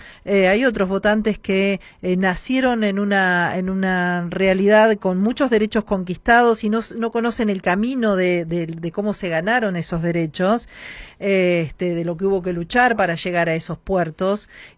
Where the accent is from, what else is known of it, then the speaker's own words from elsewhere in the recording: Argentina; No somos esto los argentinos